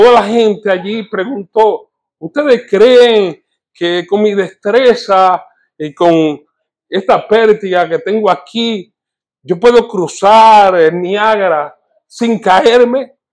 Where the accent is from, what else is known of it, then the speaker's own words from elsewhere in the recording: Dominican Republic; En mi país, en la República Dominicana